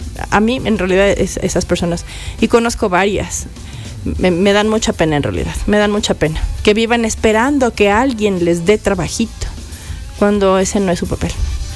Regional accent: Ecuador; Como buenos ecuatorianos, el 16 de noviembre se nos acredita el décimo

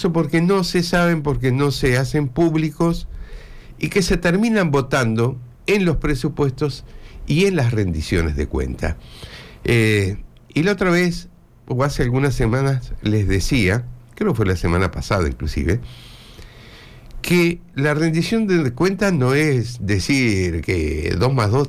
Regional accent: Uruguay

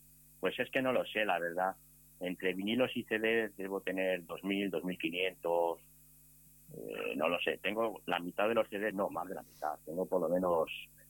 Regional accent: Ávila, Castile and León, Spain; also born or lived in Vitoria / London / Valencia / Barcelona; now in Granada, Spain; Yo nací en Vitoria, me crié en Ávila, estudié en Salamanca, emigré a Londres, luego volví, estuve viviendo en Valencia, luego estuve en Barcelona, me volví a emigrar, estuve 18 años en Dinamarca, ahora estoy en Granada

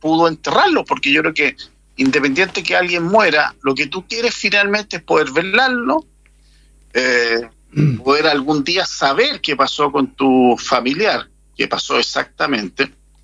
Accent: San Ignacio, Ñuble, Chile; born there; nacido cerca, en la provincia de Ñuble, me parece que en Quiriquina, cerca donde yo nací, en San Ignacio

